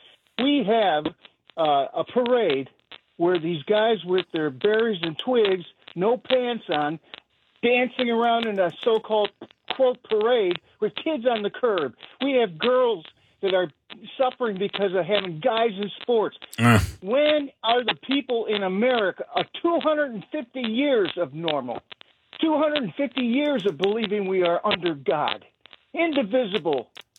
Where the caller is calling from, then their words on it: United States; I am an American.